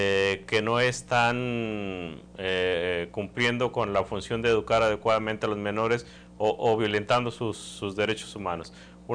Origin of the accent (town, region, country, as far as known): Tamaulipas, Mexico